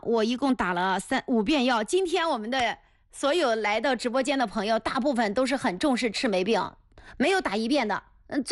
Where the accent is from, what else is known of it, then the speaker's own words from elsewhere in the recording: Anhui, China; 是咱们安徽人自己培育的品种